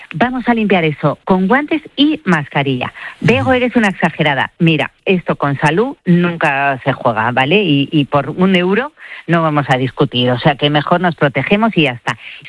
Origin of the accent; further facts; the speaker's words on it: Spain